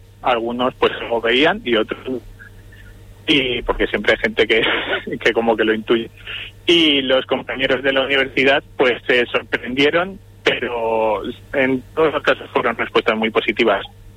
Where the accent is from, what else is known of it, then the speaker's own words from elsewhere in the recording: Barakaldo, Basque Country, Spain; born there; now in Vitoria, Spain; soy del País Vasco, nacido Baracaldo, pero he vivido muchos años por aquí.